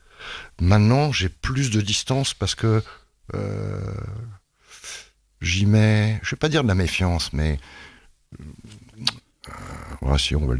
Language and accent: French; France; regardez chez nous en France